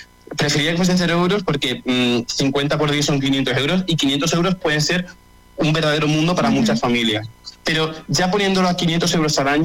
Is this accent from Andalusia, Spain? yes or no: no; Mérida, Extremadura, Spain